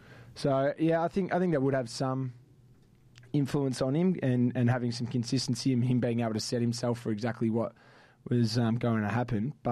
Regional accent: Victoria, Australia; moved away; growing up in Victoria, can't even really remember seeing more than one Freo game on TV over there

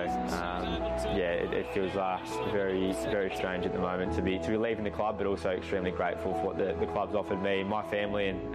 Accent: Cobden, Victoria, Australia; growing up in Cobden in the backyard.

